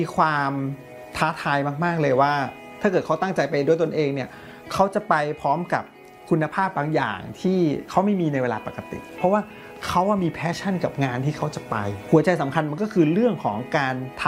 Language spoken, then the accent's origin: Thai; Bangkok, Thailand; เป็นเด็กกรุงเทพครับเกิดและโตที่กรุงเทพที่บ้านเนี่ยให้ความสำคัญกับการเรียนรู้มาก